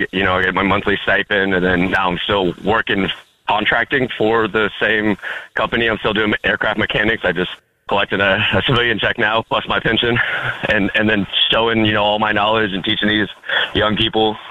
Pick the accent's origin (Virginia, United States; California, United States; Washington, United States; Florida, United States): Florida, United States; And I met my wife down in Central Florida, where I'm from.